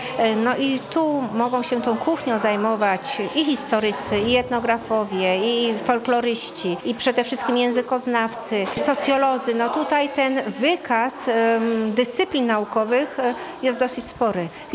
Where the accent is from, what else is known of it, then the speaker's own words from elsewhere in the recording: Silesian Voivodeship, Poland; Ja jestem Ślązaczką z urodzenia i ta kuchnia śląska jest obecna w moim życiu cały czas.